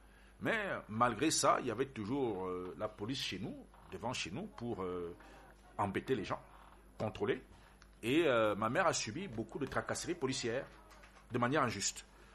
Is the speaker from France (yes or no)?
yes; Paris, Île-de-France, France; born there; Vous savez, je vous ai dit tantôt que je suis né à Paris, en France.